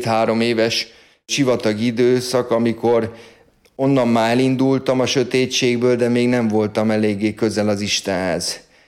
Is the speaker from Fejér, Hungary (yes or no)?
no; Sopron, Győr-Moson-Sopron, Hungary; Soproni származású vagyok